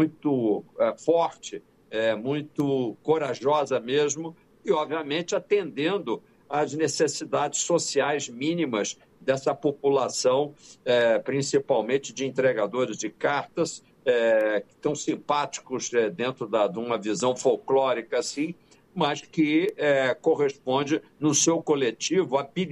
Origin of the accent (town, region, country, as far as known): Brazil